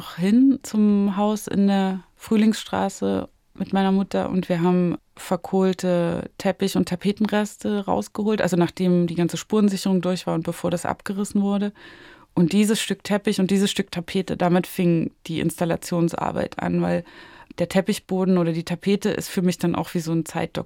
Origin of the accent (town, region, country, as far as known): Zwickau, Saxony, Germany; born or raised there